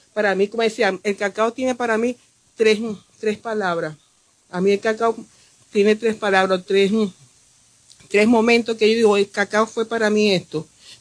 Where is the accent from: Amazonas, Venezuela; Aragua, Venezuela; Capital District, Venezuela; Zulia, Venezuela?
Zulia, Venezuela; Bobures; yo vengo también de un pueblo donde también viví, y como también nos cuentan nuestros abuelos, nuestros antepasados, que tuvieron que trabajar nuestra tierra en sembrar el cacao, el café, la yuca, todo eso que es el sur del lago